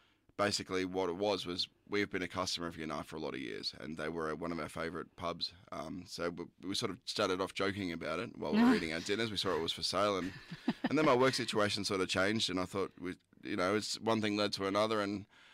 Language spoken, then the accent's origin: English; Gippsland, Victoria, Australia; moved away as an adult; also born or lived in Melbourne; it's a very warm and welcoming place, I think. We moved to the area about 7 years ago. I was from Gippsland originally, moved to Melbourne a bit.